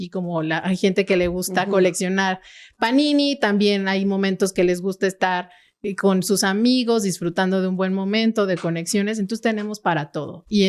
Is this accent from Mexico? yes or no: yes; Mexico; yo como mexicana